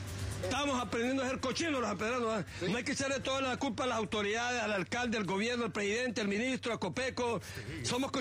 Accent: San Pedro Sula, Cortés, Honduras; Por lo cochinos que somos los sanpedranos.

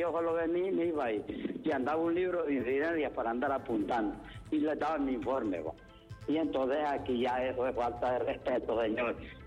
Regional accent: Honduras; born there; yo soy hondureño por nacimiento y hasta que me muera y vaya al cementerio

